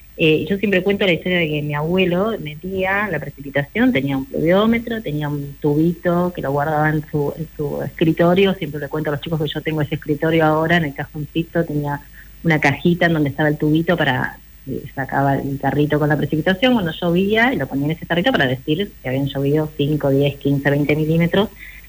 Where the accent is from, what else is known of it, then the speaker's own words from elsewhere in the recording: Río Gallegos, Santa Cruz, Argentina; born there; also born or lived in La Pampa; Yo nací en Río Gallegos, soy viví en Patagónica, después viví muchos años en el campo de mi abuelo en La Pampa